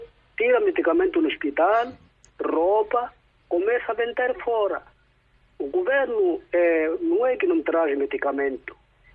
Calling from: Nampula, Mozambique; Estou a falar de Nampula.

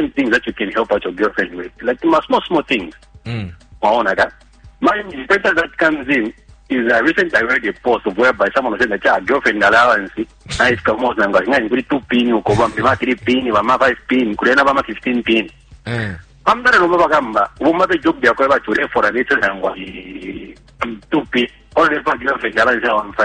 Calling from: Kabwe, Central Province, Zambia; Calling from within Kabwe.

